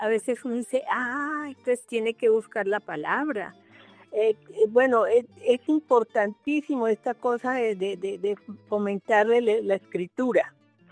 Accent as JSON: {"language": "Spanish", "region": "Bogotá", "country": "Colombia", "said": "ya casi no quedamos. Somos poquitos los bogotanos."}